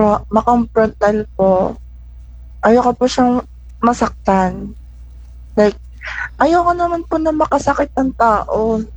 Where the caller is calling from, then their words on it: Batangas, Calabarzon, Philippines; po from Batangas ko